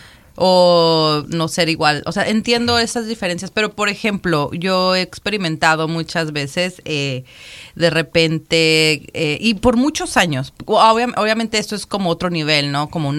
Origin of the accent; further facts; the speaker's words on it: Mexico; Pero después si llegas, yo puedo llegar y yo, oye, soy mexicana.